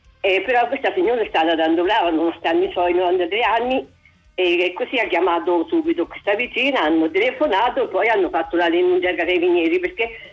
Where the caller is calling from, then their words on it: Macerata, Marche, Italy; Io sono di Macerata.